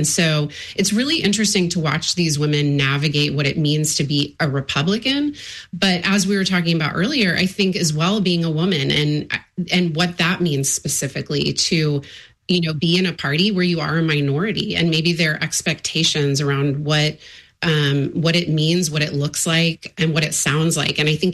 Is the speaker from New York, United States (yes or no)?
no; Texas, United States; born or raised there; moved away as an adult